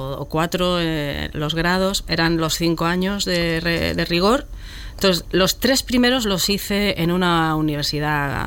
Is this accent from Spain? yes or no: yes; Albox, Andalusia, Spain; born there; also born or lived in Sabadell; Yo considero que me he formado como persona, mi adolescencia todo en Albox, y adoro Andalucía, me considero andaluza.